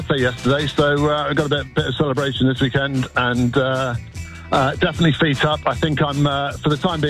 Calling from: Gloucester, South West England, United Kingdom; I'm calling from sunny Gloucester.

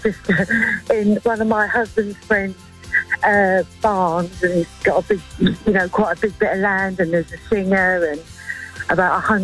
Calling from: East Midlands, United Kingdom; So it's a place near Boston in Lincolnshire.

